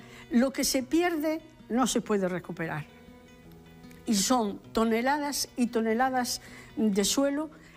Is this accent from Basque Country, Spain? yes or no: no; Galicia, Spain; somos los propios gallegos los que estamos destruyendo nuestra riqueza forestal.